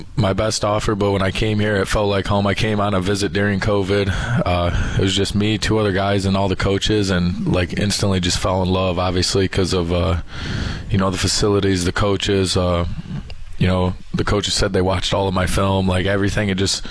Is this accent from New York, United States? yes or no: no; Schoolcraft, Michigan, United States; I'm from Schoolcraft, Michigan, about an hour south of Grand Rapids, a smaller town.